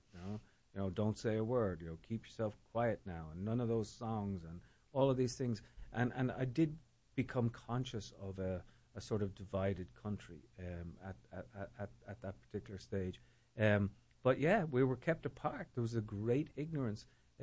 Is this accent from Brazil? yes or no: no; Dublin, Leinster, Ireland; born there; I was born in Dublin